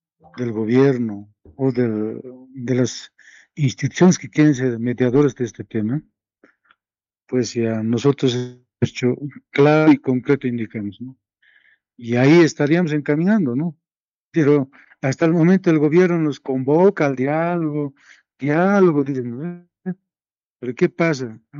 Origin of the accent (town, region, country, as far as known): Bolivia